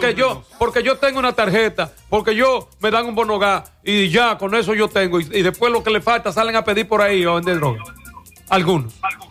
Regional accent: Dominican Republic

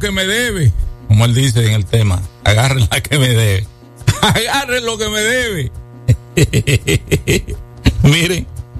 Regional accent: Dominican Republic; Me siento bien porque yo soy dominicano. Yo soy dominicano, que se sepa.

